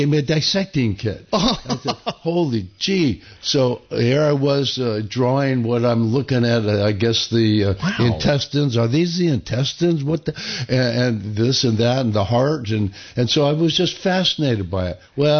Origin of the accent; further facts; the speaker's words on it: Middletown, Connecticut, United States; I was brought up in Connecticut, Middletown, Connecticut, and my dad was from Holland, family of nine